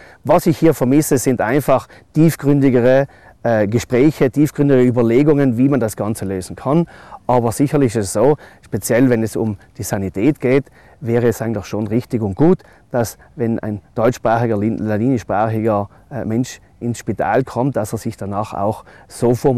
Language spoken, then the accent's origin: German; Trentino-Alto Adige, Italy; die wir als Südtiroler haben.